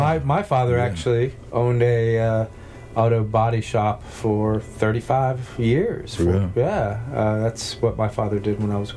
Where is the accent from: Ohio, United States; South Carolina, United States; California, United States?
South Carolina, United States; I grew up over in Chichester community over there near Low Bottom and Bluffton and that area in South Carolina.